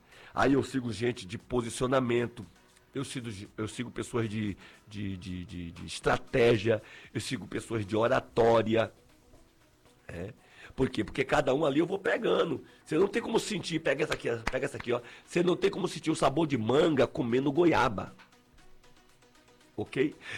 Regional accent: Salvador, Bahia, Brazil; A gente não, a gente é aqui de Salvador, calor o tempo todo.

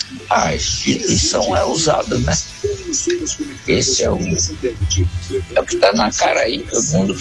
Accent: São Paulo, Brazil; eu sou da Zona Sul de São Paulo

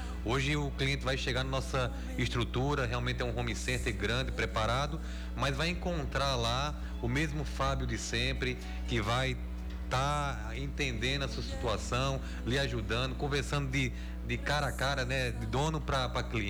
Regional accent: São Paulo, Brazil; moved away; Eu sou de São Paulo, meu pai e minha mãe são da região aqui do Araripe. E a gente veio pra cá em 98.

